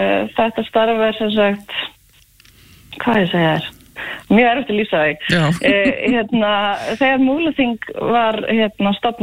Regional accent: Hella, Southern Region, Iceland; Ég er sunnlendingur, ég er uppalinn á Helli. Já. Flutti hingað 2018.

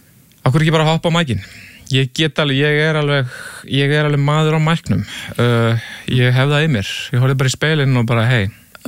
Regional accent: Reykjavík, Capital Region, Iceland; Ég er úr Vesturbæ, Reykjavíkur.

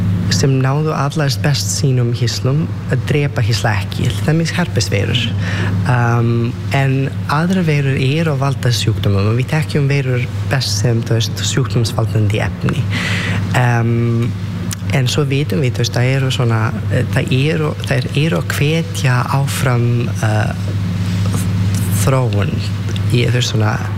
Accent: Serbia; Icelandic is a second language; moved away as an adult; now in Iceland; Ég ást upp í Serbíu og ég byrjaði þar í læknisfræði í 2000 ég man ekki 13 eitthvað svo leis en svo bara ákveði ég að mér langar ekki að búa í Serbíu lengur, mér langar að flytja til Íslands

